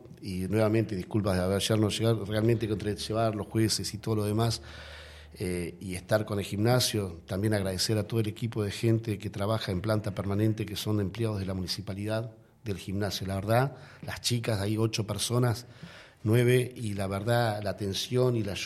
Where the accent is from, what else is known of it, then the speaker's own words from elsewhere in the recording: San Carlos de Bariloche, Río Negro, Argentina; Yo soy de San Carlos de Bariloche